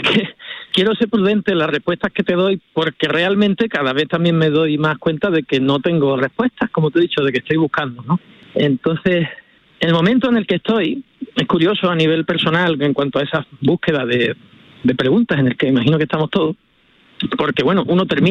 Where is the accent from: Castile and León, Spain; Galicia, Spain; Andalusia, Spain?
Andalusia, Spain; tengo un amor muy profundo por Doñana, por mi tierra, por mi mundo y por todo esto. También te digo que tiene dos caras, y en este proceso personal en el que estoy ahora, pues hay una cara que es ese amor inmenso por esa tierra